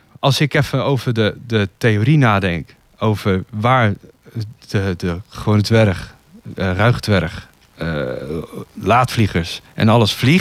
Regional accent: Amersfoort, Utrecht, Netherlands; moved away; ik kom uit het Westen. Hè. Ik ben een Amersfoort.

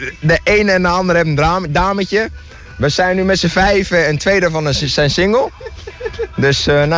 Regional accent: Almere, Flevoland, Netherlands

